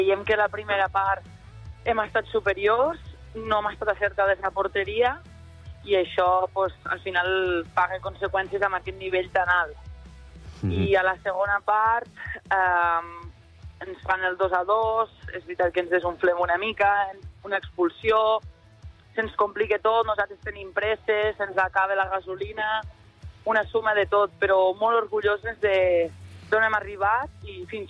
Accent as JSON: {"language": "Catalan", "region": "Catalonia", "country": "Spain"}